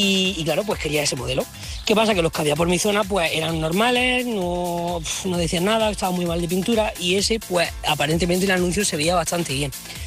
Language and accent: Spanish; Jaén, Andalusia, Spain; soy de Jaén y os cuento la experiencia